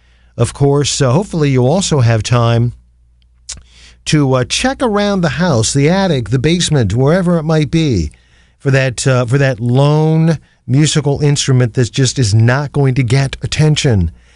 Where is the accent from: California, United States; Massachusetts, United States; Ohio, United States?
Ohio, United States; Canton; Non-commercial public radio for Akron and my hometown of Canton, the Hall of Fame City at 91.3 FM